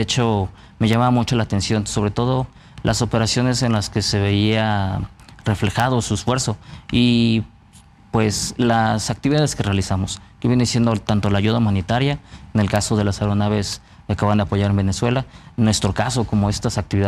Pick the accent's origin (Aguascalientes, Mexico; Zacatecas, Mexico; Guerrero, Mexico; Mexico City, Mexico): Mexico City, Mexico; Originario de la Ciudad de México.